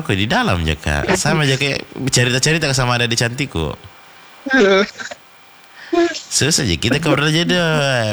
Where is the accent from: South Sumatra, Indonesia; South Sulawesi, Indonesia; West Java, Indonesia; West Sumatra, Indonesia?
South Sulawesi, Indonesia; kita kan orang Sulawesi Selatan ini juga bisa dikatakan kalau kita ini penjaga alam juga.